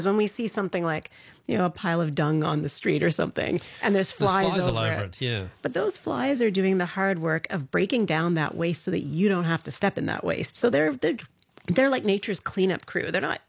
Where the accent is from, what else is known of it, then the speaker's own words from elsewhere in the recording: Canada; So I'm from Canada originally.